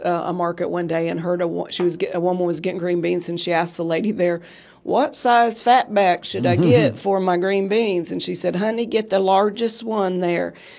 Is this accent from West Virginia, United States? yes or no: yes; West Virginia, United States; Well, I grew up in West Virginia thinking that you season with fat. That's how I grew up.